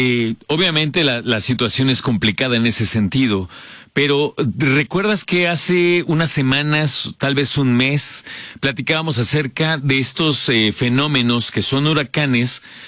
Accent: Mexico; nosotros como mexicanos

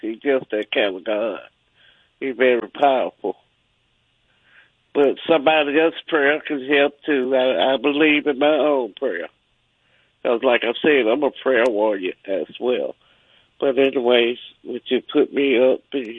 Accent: Birmingham, Alabama, United States; I'm from Birmingham, Alabama.

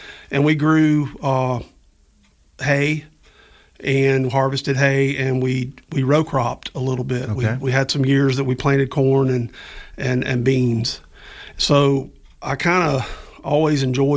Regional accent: Florida, United States; I was born and raised in Escambia County, which is the county, Pensacola is the county seat. And I grew up in an area about 25 miles north of Pensacola.

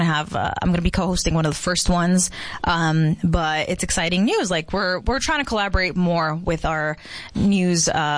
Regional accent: Yuma, Arizona, United States; moved away; I grew up in Yuma. I grew up going to Circle K and then like looking at the newspaper, and it was the Yuma Sun.

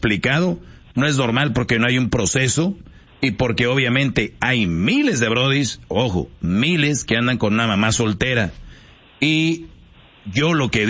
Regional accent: Monterrey, Nuevo León, Mexico; como buen regio me siento en Monterrey

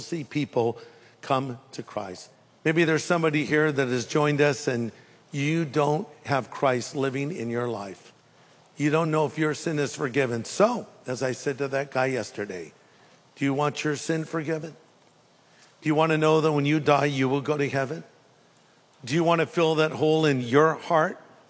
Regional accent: California, United States; And outdoorsman, I'm not. I'm from California.

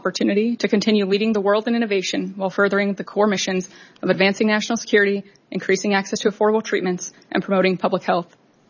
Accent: Gallup, New Mexico, United States; the tribal communities surrounding my hometown of Gallup, New Mexico

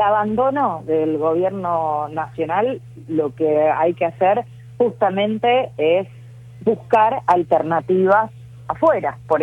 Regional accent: Argentina; porque lamentablemente todos como argentinos tenemos la responsabilidad

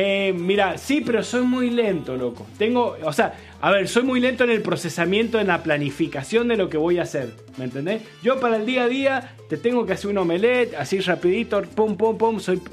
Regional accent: San Juan, Argentina; y me he dado cuenta que los sanjuaninos somos más españoles.

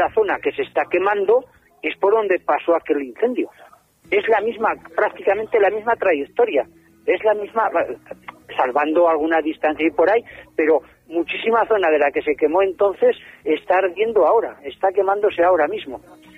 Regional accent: Luesia, Aragon, Spain; Sí, sí, soy de aquí de Luesia, sí. Tengo mi explotación aquí en Luesia.

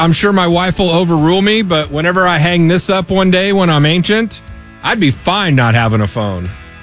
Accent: Colorado, United States; I was raised in Colorado.

